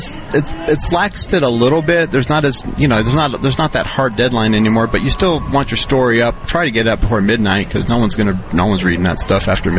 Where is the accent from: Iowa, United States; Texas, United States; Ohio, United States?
Texas, United States; I'm from the Rio Grande Valley. It reminds me a lot of home